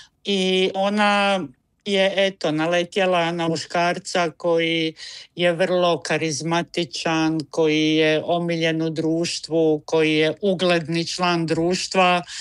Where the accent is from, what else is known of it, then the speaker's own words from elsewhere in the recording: Croatia; kod nas u Hrvatskoj